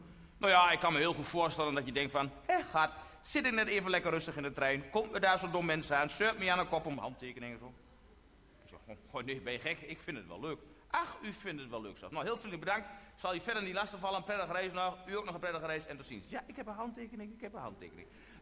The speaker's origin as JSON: {"language": "Dutch", "country": "Netherlands", "said": "Nee, ik ben wel een bekende Nederlander. Jawel. Ik zal u nog een voorbeeld geven hoe bekend ik ben als Nederlander."}